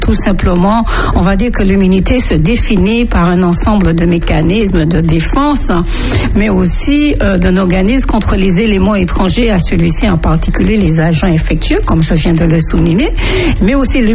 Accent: Martinique; chez nous à la Martinique, parce que nous avons un climat qui est plutôt chaud

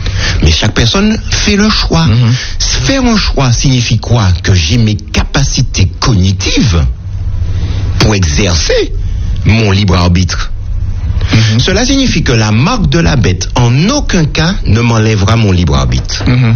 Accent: Le Carbet, Martinique; ça s'est passé dans ma ville natale

